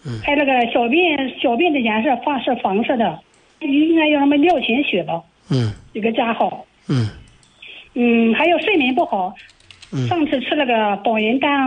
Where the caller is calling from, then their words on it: Inner Mongolia, China; 我是内蒙古这边的，